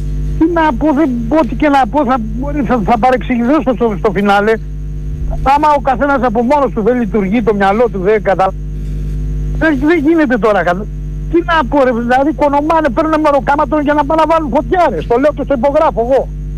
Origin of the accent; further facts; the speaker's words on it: Aigio, Western Greece, Greece; από το Αίγιο.